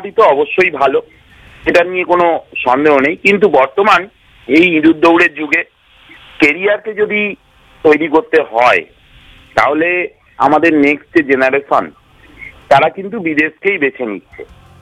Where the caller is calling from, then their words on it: West Bengal, India; আমি ময়েসতলা থেকে